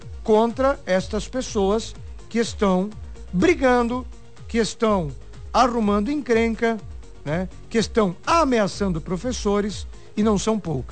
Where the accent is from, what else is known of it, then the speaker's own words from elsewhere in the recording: Brazil; nós somos brasileiros.